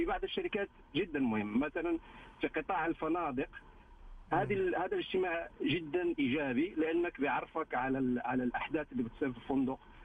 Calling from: Jeddah, Makkah Province, Saudi Arabia

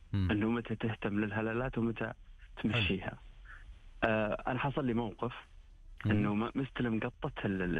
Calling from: Riyadh, Riyadh Province, Saudi Arabia; من الرياض.

